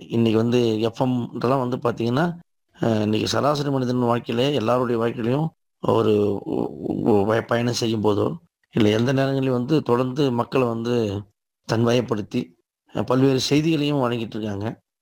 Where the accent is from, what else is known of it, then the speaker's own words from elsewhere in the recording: Mayilam, Tamil Nadu, India; என்னோட சொந்த ஊர் பார்த்தீங்கன்னா விழுப்புரம் மாவட்டம் மயிலம் என்ற ஊர் தான் என்னோட சொந்த ஊர்.